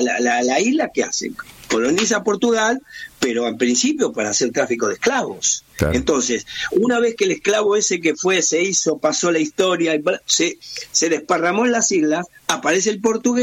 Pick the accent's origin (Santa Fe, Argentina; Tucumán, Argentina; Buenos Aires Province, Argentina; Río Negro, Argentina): Buenos Aires Province, Argentina; Avellaneda; born there; Yo soy requete argentino, nacido en Avellaneda